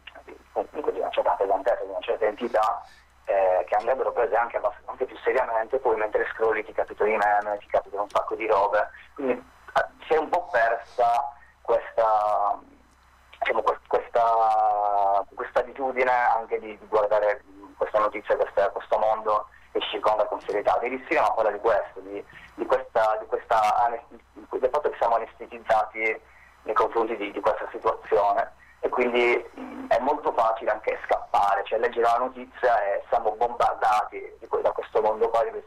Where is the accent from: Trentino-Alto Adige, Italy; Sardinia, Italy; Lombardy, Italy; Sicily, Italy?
Sardinia, Italy; moved away as an adult; now in Turin, Italy; io vengo dalla Sardegna, in realtà sono arrivato qui per motivi di studio